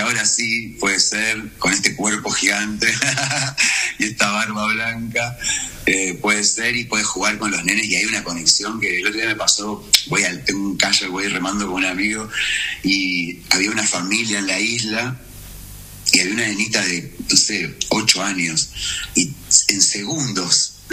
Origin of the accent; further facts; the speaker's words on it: Argentina; me siento argentino